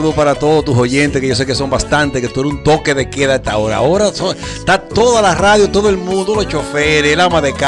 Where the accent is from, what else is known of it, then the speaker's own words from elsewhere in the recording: Guananico, Puerto Plata, Dominican Republic; mi tierra, Guananico, Puerto Plata